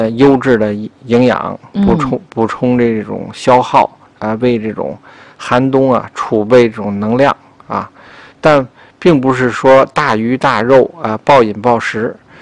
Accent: Tianjin, China; 尤其咱们天津人口味都比较重

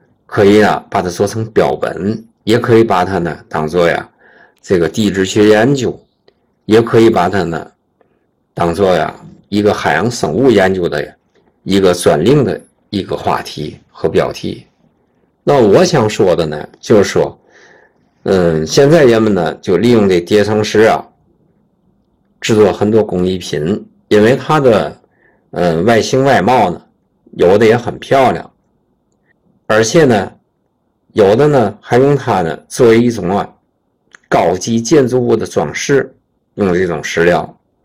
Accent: Tianjin, China; 作为咱们天津人

